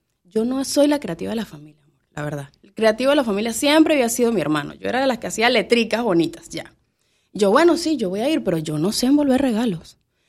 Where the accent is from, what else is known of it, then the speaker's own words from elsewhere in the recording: Venezuela; moved away as an adult; yo soy de Venezuela. Llegué aquí